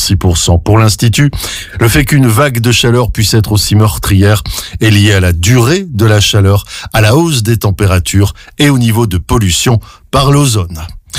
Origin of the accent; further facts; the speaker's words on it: Belgium; Chez nous, en Belgique, les deuxième et troisième vagues de chaleur ont fait des centaines de victimes supplémentaires.